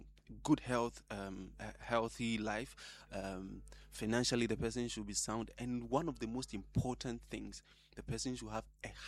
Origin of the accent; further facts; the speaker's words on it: Wenchi, Bono, Ghana; I am from Wenji. We are all from Buno.